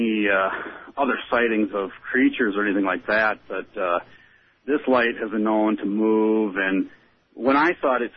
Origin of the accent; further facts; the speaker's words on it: Michigan, United States; now in Madison, United States; when I was growing up in Upper Michigan.